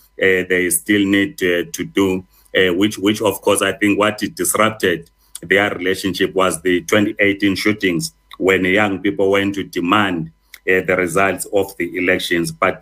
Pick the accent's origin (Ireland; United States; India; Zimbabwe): Zimbabwe